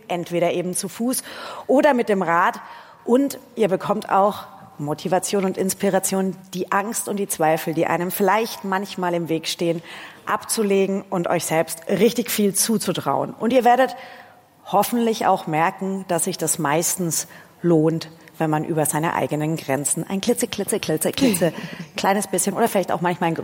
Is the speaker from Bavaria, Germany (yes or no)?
yes; Bavaria, Germany; weil ich bin nicht nur Franken-Fan, sondern auch Fränkin.